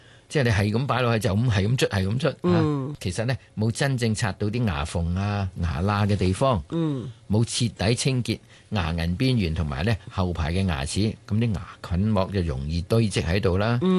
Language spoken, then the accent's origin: Cantonese; Guangdong, China; 咁同我哋广东人所讲嘅执人口水尾咧